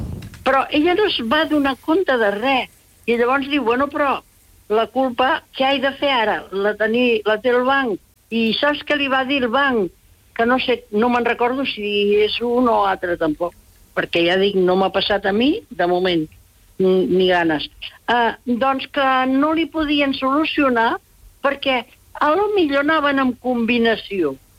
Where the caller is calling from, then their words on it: Barcelona, Catalonia, Spain; però sóc de Barcelona, no de Piera.